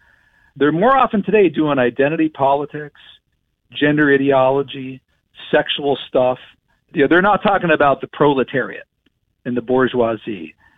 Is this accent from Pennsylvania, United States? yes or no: yes; Pittsburgh, Pennsylvania, United States; steel workers in Pittsburgh, my hometown